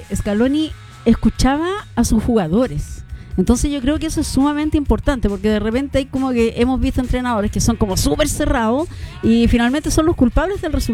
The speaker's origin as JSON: {"language": "Spanish", "country": "Chile", "said": "mi país lamentablemente no está en la final."}